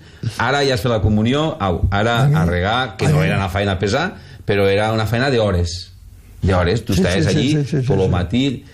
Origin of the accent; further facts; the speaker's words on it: Valencian Community, Spain; nosaltres som molt del Baix Maestrat, nosaltres som de Castelló del nord, doncs això és Baix Maestrat